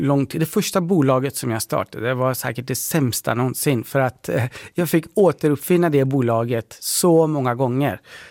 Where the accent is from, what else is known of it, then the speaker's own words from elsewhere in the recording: Gävle, Gävleborg County, Sweden; born there; Swedish is a second language; also born or lived in Iran; Jag kom som flykting från Iran till Sverige när jag var 10 år. Och bodde i Gävle.